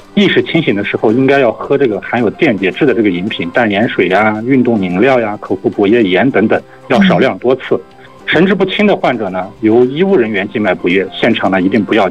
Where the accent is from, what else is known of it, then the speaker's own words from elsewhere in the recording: Xinjiang, China; 像新疆咱们新疆这段时间这个高温呢